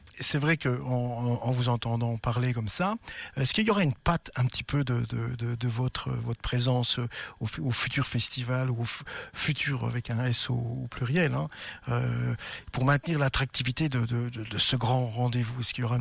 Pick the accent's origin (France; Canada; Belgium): Belgium; à nous, la Belgique